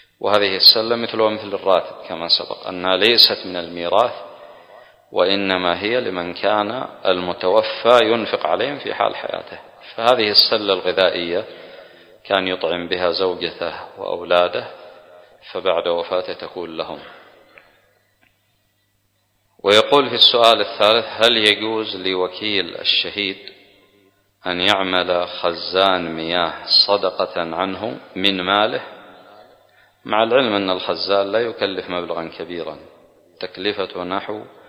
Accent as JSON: {"language": "Arabic", "country": "Yemen", "said": "عندنا في اليمن"}